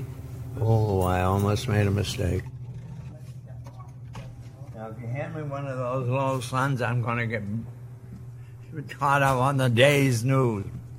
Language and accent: English; West Groton, Massachusetts, United States; I was born in West Groton. I'm a native. And I'm one of 11 children.